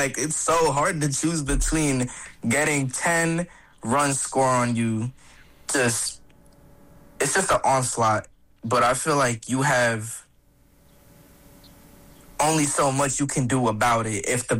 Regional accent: New York City, New York, United States; my hometown, Corona Queens

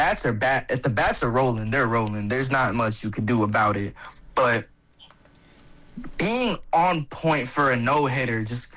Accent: New York City, New York, United States; my hometown, Corona Queens

